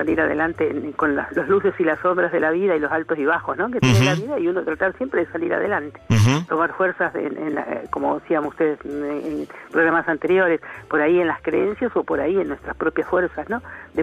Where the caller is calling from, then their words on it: Chascomús, Buenos Aires Province, Argentina; de Chascomús.